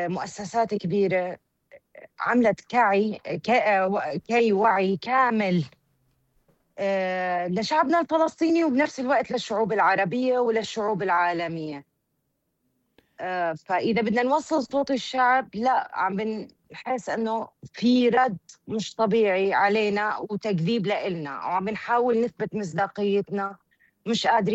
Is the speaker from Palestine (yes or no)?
yes; Palestine; ككل فلسطينيين